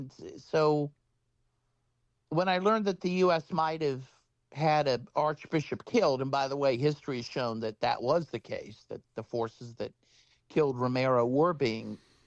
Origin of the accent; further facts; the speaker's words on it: Cincinnati, Ohio, United States; Well, so I grew up Catholic in Cincinnati, Ohio, and a very conservative household.